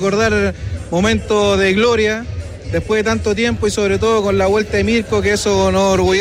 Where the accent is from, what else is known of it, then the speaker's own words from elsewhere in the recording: San Bernardo, Santiago Metropolitan Region, Chile; nosotros somos de San Bernardo.